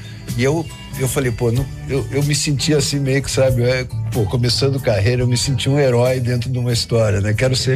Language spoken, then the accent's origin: Portuguese; Taubaté, São Paulo, Brazil; eu fui criado em Taubaté, entendeu? Então a minha vivência musical é tudo de uma cidade do interior que cultivava a música caipira, os costumes caipiras, essas coisas.